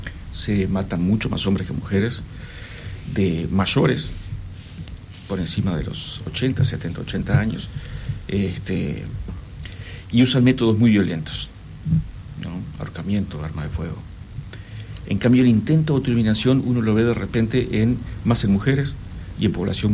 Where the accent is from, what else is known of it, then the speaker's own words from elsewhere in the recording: Uruguay; nos percibimos como, el uruguayo se percibe como pacífico y tranquilo